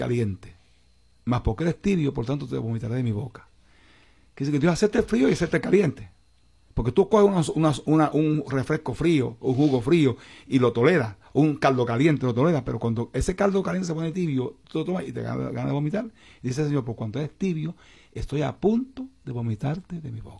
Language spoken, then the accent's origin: Spanish; Puerto Rico; also born or lived in Cidra / Quebradillas; Yo soy de Sidra, soy sidreño, soy quebradillano, soy puertorriqueño de Puerto Rico.